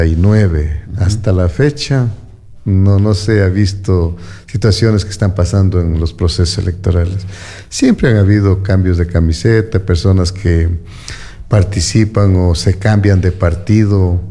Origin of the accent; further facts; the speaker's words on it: Ecuador; como ciudadanos, como ecuatorianos y más que todo también como nuestra provincia